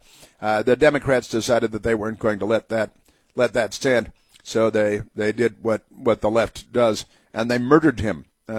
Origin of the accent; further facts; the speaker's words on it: Illinois, United States; He grew up north and west of Chicago, not far from where I did most of my growing up.